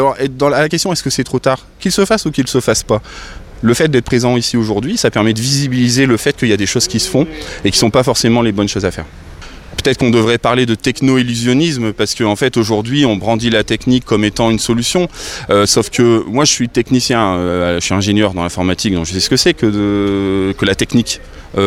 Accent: Oisille-le-Verger, Hauts-de-France, France; also born or lived in Douai; je suis né à Douai, mais j'ai fait de 6 ans à 22 ans à Oisille-le-Verger, j'ai habité ici, donc je connais bien, c'est ma coin, comme on dit.

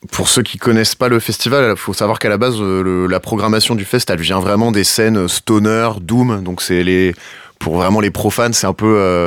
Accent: Bourlon, Hauts-de-France, France; born or raised there

